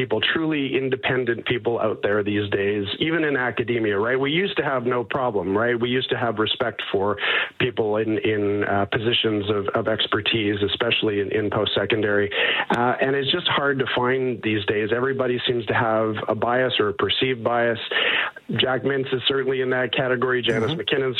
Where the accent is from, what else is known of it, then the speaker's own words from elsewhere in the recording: Alberta, Canada; I am a Canadian. I am an Albertan. I consider those identities indistinguishable.